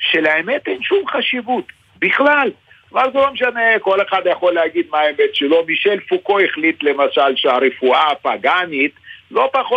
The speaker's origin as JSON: {"language": "Hebrew", "country": "Lithuania", "tie": "born or raised there", "second_language": "Hebrew", "moved": "yes", "lives_now": "Israel", "said": "אני לפעמים מתאמן בעברית יפה כרוסי לשעבר. ליטאי."}